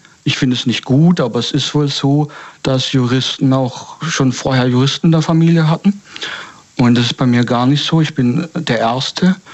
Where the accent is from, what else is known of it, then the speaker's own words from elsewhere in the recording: Baden-Württemberg, Germany; Ja, ich komme aus der Gegend Stuttgart, also das ich sage jetzt mal so grob.